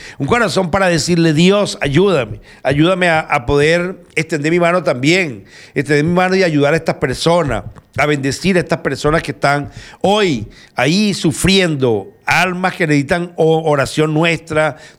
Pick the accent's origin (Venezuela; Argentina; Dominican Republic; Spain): Venezuela; moved away; Nosotros como venezolanos, en verdad que seguimos en luto desde ese día que comenzó.